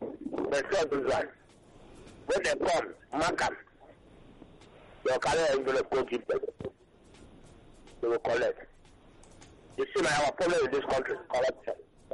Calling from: Satellite Town, Lagos, Nigeria; From Satellite Town.

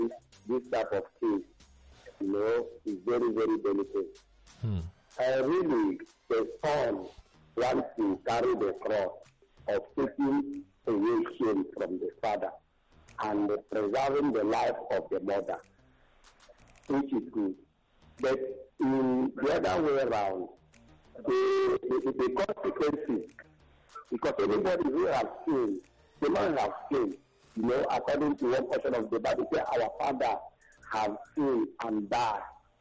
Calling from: Ejigbo, Lagos, Nigeria; from Ejigbo.

